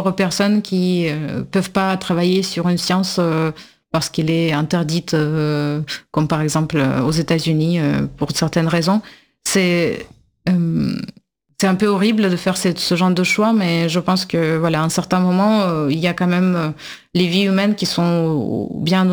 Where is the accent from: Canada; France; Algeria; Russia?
Russia; French is a second language; Et en tant que russe, je pense que oui